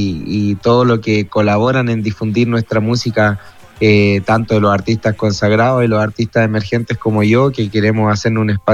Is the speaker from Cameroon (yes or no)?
no; Villa O'Higgins, Aysén, Chile; moved away as an adult; now in Santiago, Chile; yo nací en Bill O'Higgins, en el sur de Chile, en la Patagonia.